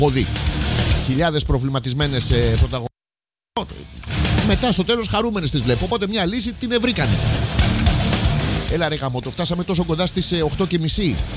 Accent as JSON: {"language": "Greek", "town": "Kypseli", "country": "Greece", "tie": "born or raised there", "said": "Άγιο είχαμε και μεγαλώσαμε στην Κυψέλη να πούμε που είχαμε τα χωράφια του καθένας. Είχαμε τα πρόβατά μας"}